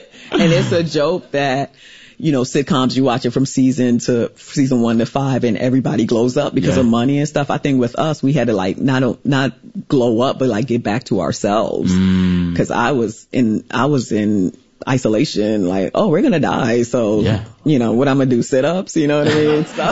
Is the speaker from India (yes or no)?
no; St. Thomas, U.S. Virgin Islands